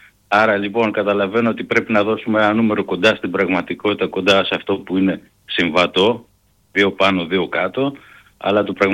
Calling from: Germany; από Γερμανία μαζί με τον Δημήτρη.

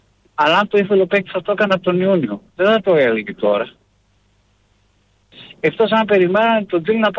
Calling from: Thessaloniki, Central Macedonia, Greece; από Θεσσαλονίκη.

